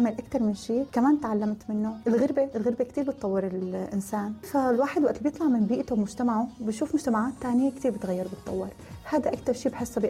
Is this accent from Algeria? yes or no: no; Syria; now in United Arab Emirates; يعني أنا عن تجربتي، أنا سلال تجربتي شي 7 سنين تاكل، بس نحن كسوريين شعب محبوب بالإمارات.